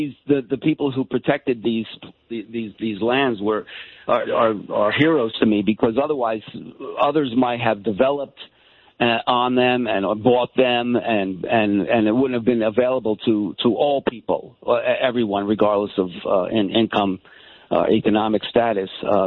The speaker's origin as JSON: {"language": "English", "town": "New York City", "region": "New York", "country": "United States", "said": "I'm a New Yorker. My grandparents were from Europe, and they came through Ellis Island."}